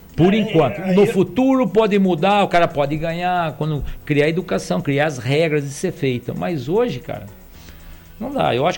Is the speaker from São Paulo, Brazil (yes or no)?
yes; Limeira, São Paulo, Brazil; Limeirense, nós somos caipira mesmo.